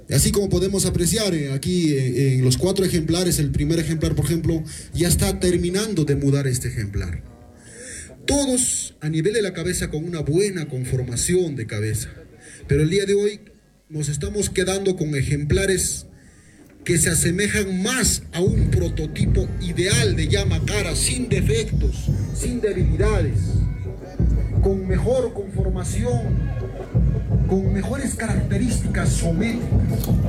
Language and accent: Spanish; Coporaque, Cusco, Peru; Yo vengo de Cusco, Espinar, Coporaque.